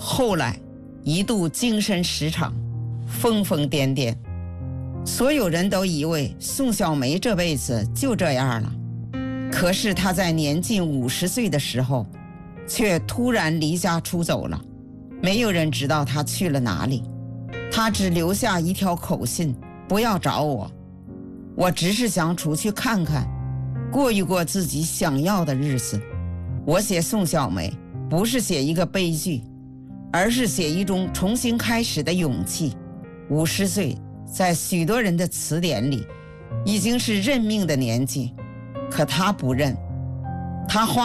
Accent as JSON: {"language": "Chinese", "town": "Tangshan", "region": "Hebei", "country": "China", "tie": "born or raised there", "moved": "yes", "said": "1955年我出生在唐山市滦南县的一个小村庄，因为先天不足，从小体弱多病。"}